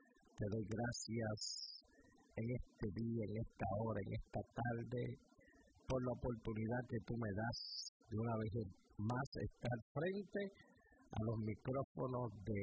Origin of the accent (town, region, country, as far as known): New York City, New York, United States